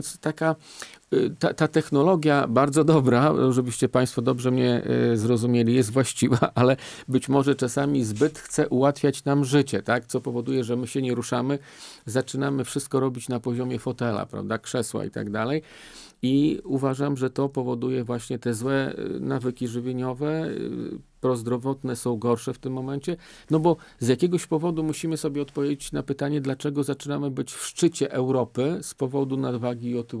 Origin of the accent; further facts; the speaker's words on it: Podlaskie Voivodeship, Poland; bo ja jestem z Antoniuka, czyli bardzo blisko państwa tutaj redakcji